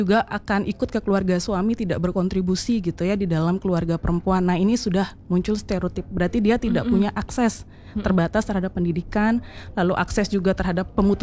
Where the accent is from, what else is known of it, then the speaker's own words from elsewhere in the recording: Bali, Indonesia; kita orang Bali